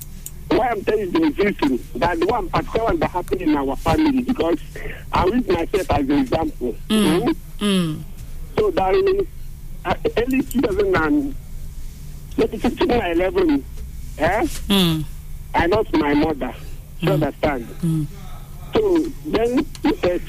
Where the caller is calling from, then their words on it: Ekwere, Nigeria; I'm calling from Ekwere.